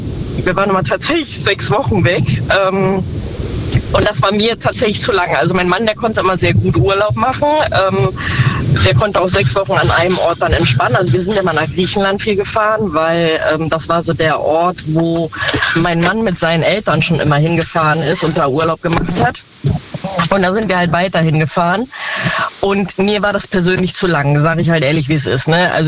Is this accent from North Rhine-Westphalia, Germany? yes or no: yes; Neunkirchen-Seelscheid, North Rhine-Westphalia, Germany; Rhein-Sieg-Kreis. Aus Neunkirchen.